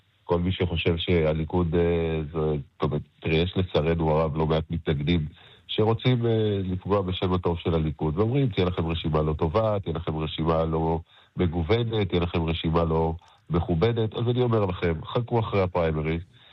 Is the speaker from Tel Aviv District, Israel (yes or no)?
no; Kiryat Gat, Southern District, Israel; אני מגיע מקריית גת, מהדרום.